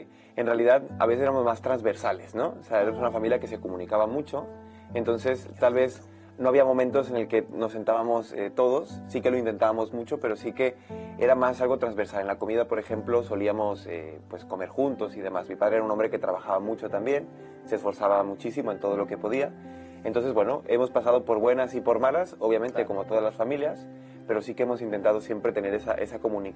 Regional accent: Mexico; moved away; yo nací en México en el año 1995, así que ahora tengo, 23, 24 años.

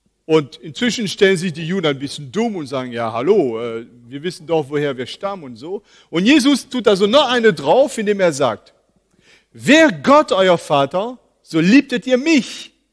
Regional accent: Paris, Île-de-France, France; moved away; Ich bin selber in Paris aufgewachsen und mein Vater arbeitete in einem jüdischen Viertel. Und damals gingen wir immer unsere Wurst kaufen, weil wir als bibeltreue Christen kein Schweinefleisch essen.

